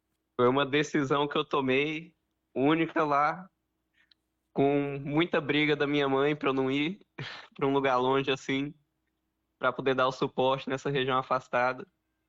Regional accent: Brasília, Federal District, Brazil; moved away as an adult; now in Palmeiras do Javari, Brazil; Eu venho de Brasília

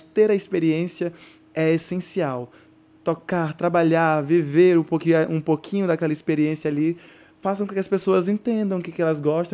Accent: Tabatinga, Amazonas, Brazil; Eu nasci, cresci em Tabatinga

